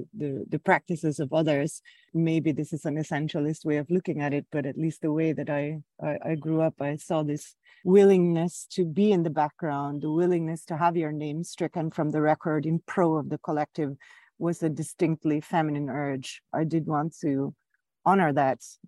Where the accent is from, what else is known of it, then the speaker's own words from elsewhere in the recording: Philippines; growing up in the Philippines